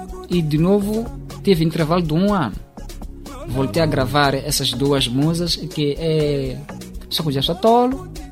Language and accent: Portuguese; Nyarim, Inhambane, Mozambique; also born or lived in Quilundo; now in Maputo, Mozambique; Eu sou natural de Nyarim, sim. Uhum. Fui nascido em Quilundo, Zavala.